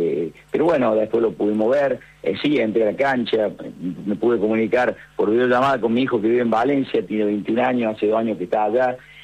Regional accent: Córdoba, Argentina; y la verdad que eso a mí me llena de alegría como cordobés, y ojalá que a todos los cordobeses los llene también de alegría

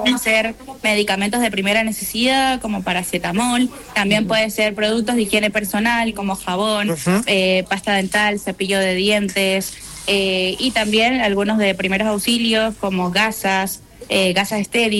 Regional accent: Venezuela; now in Mendoza, Argentina; todos somos venezolanos

